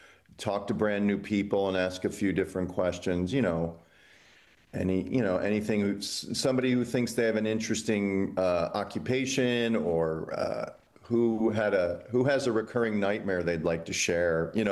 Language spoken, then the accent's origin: English; Illinois, United States; And I grew up in Illinois